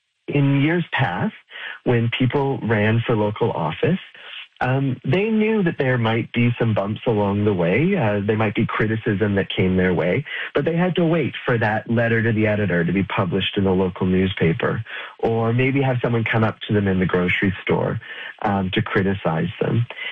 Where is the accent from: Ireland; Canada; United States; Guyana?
Canada; Goderich, Ontario; now in Ottawa, Canada; experience coming from Goderich, I now live in Ottawa, right? I didn't make my career and my life in my hometown. And that is true for many of the people I grew up around.